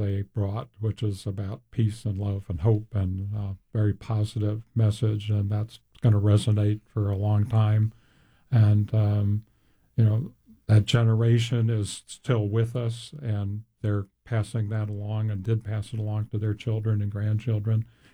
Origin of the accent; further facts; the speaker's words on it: Cleveland, Ohio, United States; I grew up in Cleveland